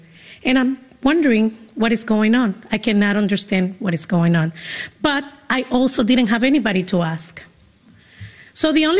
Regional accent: Dominican Republic; now in Boston, United States; I come to Boston from the Dominican Republic with one suitcase. My suitcase was full of books and many dreams. It was a very heavy suitcase. When Dominicans emigrate to the United States, we give away all our clothes and our belongings.

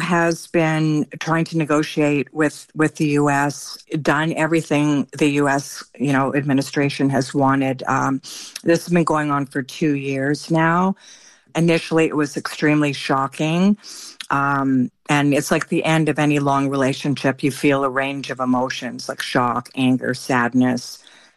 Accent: Canada; moved away; also born or lived in Southern California; when I just moved back to Canada like 4 years ago. So I spent 40 years in Southern California.

